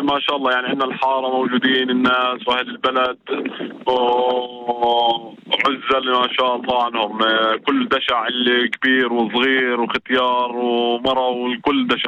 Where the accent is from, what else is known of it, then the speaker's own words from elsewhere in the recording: West Bank, Palestine; إحنا كمواطنين فلسطينيين بنسعى أنه نعيش بسلام وأمن